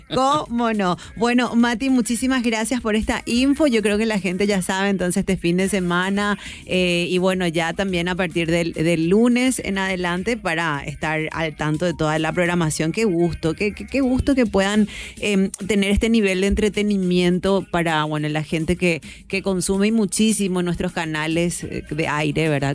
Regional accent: Paraguay; somos noveleros, nos encanta, así somos los paraguayos

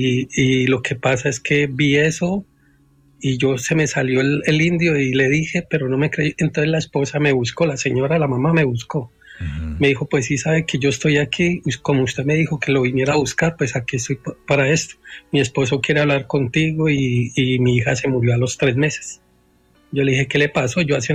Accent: Colombia; Lo que pasa es que yo tengo una historia, yo soy colombiano

